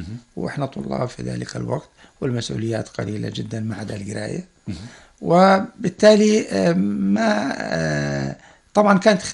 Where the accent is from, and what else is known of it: Salt, Balqa Governorate, Jordan